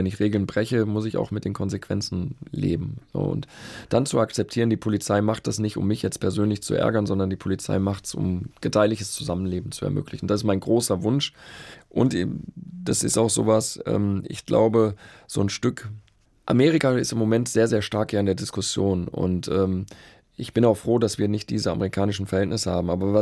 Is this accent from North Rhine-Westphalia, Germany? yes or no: yes; North Rhine-Westphalia, Germany; Ich bin in Nordrhein-Westfalen aufgewachsen, deswegen mit WDR 4.